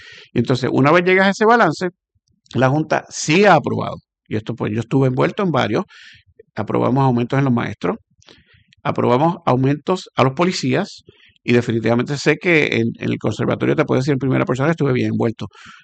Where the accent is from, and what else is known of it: Puerto Rico